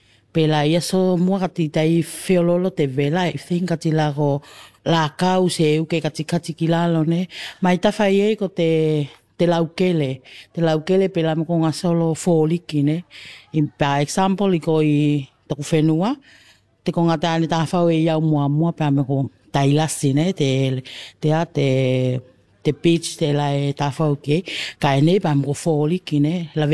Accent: Niutao, Tuvalu; I'm from New Tau Island.

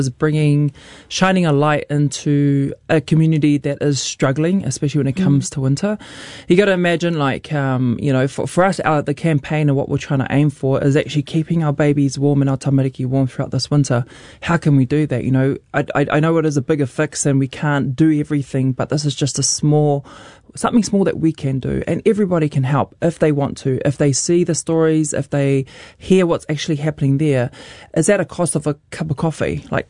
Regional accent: Mangere, Auckland, New Zealand; also born or lived in Rotorua; I was born in Rotorua, but brought up in Mangere, South Auckland. Middlemore Hospital is right there.

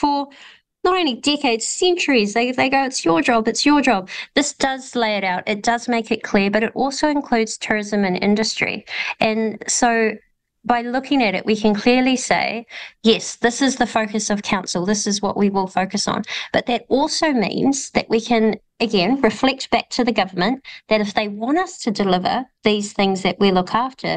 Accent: New Zealand

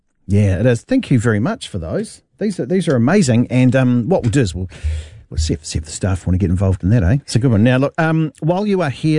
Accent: Hastings, Hawke's Bay, New Zealand; where I grew up in Hastings

